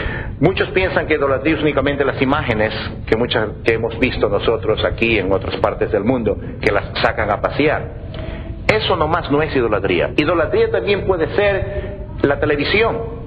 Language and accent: Spanish; Ecuador; moved away; por lo menos en mi país, Ecuador